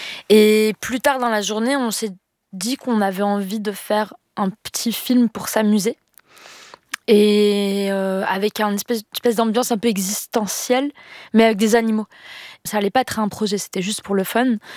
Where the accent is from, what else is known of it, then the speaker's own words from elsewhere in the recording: Morocco; Je ne crois pas aux fantômes, mais je suis marocaine, donc je crois aux esprits.